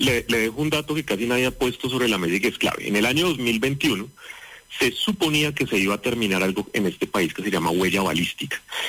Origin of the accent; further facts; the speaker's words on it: Colombia